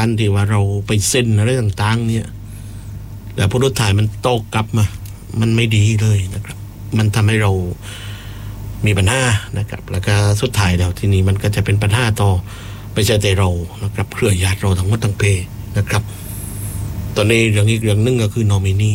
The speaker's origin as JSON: {"language": "Thai", "region": "Phuket", "country": "Thailand", "tie": "born or raised there", "said": "ในฐานะคนภูเก็ตคนนึงนะครับผมบรรพบุรุษผม200กว่าปีอยู่ที่ภูเก็ตเราเป็นคนภูเก็ตแต่กำเนิด"}